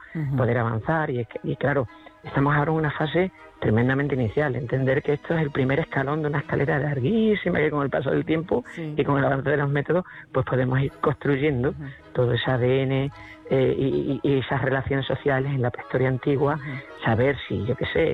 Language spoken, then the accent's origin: Spanish; Extremadura, Spain; que es casi tanto o más calor que el que hace en mi tierra, aquí en Extremadura.